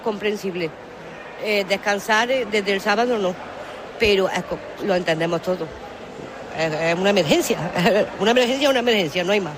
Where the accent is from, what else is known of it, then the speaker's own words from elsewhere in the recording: Córdoba, Andalusia, Spain; Entonces, pues simplemente somos de Córdoba, estábamos pasando aquí unas vacaciones en el balneario